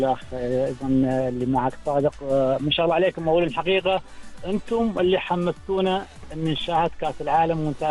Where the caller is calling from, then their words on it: Oman; احنا كعمانيين